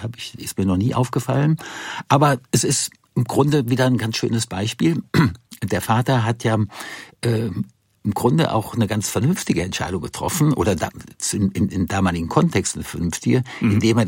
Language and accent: German; Rhineland, Germany; ich komme aus dem Rheinland